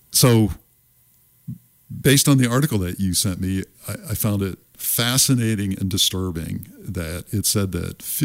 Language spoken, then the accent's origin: English; Ohio, United States; I grew up in Ohio.